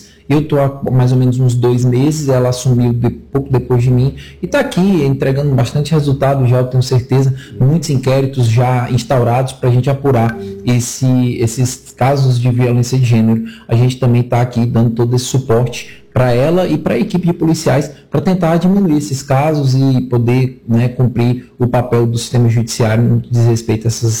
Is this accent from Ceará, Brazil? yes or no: yes; Ceará, Brazil; moved away as an adult; eu sou do Ceará.